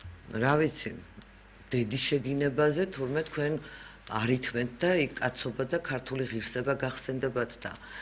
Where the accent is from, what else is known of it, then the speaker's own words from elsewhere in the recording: Samtredia, Imereti, Georgia; მე სამტრედიაში დაბადებული გაზრდილი ვარ და მე და ეკა ერთ სკოლაში ვსწავლობდით